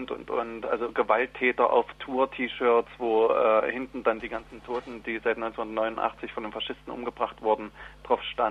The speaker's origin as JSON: {"language": "German", "town": "Leipzig", "region": "Saxony", "country": "Germany", "said": "ich komme ja hier aus Leipzig"}